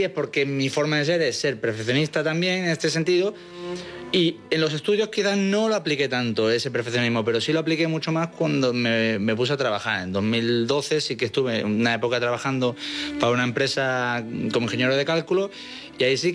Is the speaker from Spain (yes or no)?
yes; Málaga, Andalusia, Spain; moved away as an adult; Yo soy de Málaga, obviamente, estudié el bachillerato en Málaga. Y cuando me iba a mudar, en el 2002 estamos hablando, estaba o Madrid